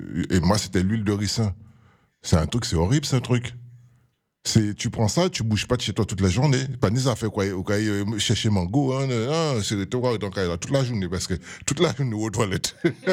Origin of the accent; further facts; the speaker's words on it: Les Abymes, Guadeloupe; moi, je suis de la Guadeloupe et l'école se trouvait. Moi, je suis des Abîmes, donc tous ceux qui connaissent les Abîmes, j'étais à côté du côté de Néré.